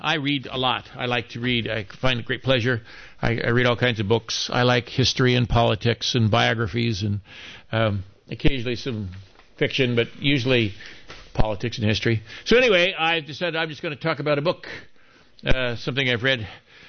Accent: United States; Also, being an American and given the situation we find ourselves in today, I like to veer off into politics.

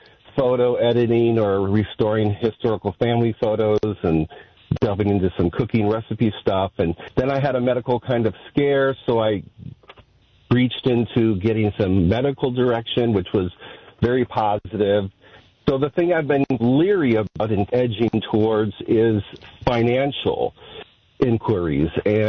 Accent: California, United States; now in Michigan, United States

